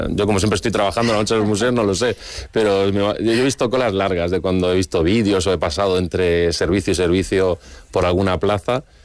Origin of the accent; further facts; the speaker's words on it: Cartagena, Region of Murcia, Spain; Cartagena no es una ciudad tan monumental como esas otras que he nombrado, evidentemente ni lo somos ni lo seremos